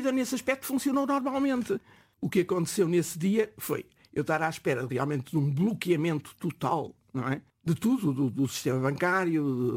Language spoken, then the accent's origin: Portuguese; Portugal; como todos os portugueses, o que eu queria era sair do país e ir ver outros países onde realmente havia outra liberdade.